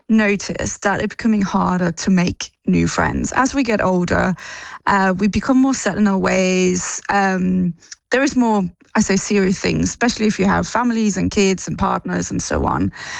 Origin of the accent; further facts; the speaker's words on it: Denmark; now in London, United Kingdom; I grew up in Denmark on a beach